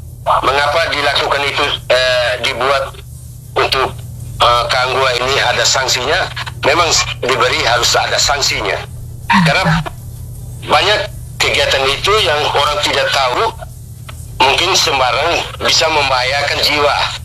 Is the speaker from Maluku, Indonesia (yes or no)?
no; Ende, East Nusa Tenggara, Indonesia; istilah kita orang Ende bilang